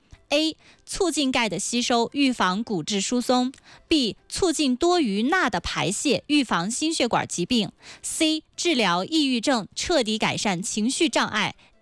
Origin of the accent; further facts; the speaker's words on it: Qinghai, China; 但是看咱们青海人选青对不对啊。